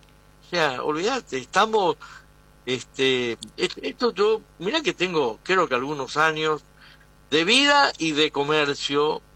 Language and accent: Spanish; Argentina; no solo como argentino, sino como comerciante.